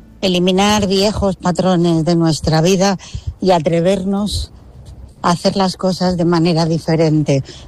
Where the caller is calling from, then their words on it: Madrid, Community of Madrid, Spain; de Madrid.